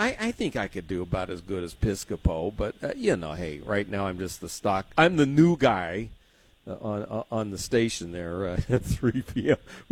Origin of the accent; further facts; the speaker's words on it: San Diego, California, United States; I've been on a lot of harbor cruises growing up in San Diego, obviously.